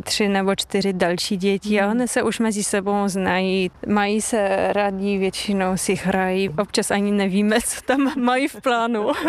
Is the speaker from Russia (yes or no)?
no; Poland; Czech is a second language; now in Czech Republic; Já jsem původem z Polska